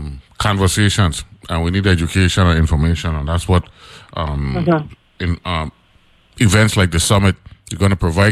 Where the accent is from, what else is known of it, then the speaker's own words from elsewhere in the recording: U.S. Virgin Islands; when I was growing up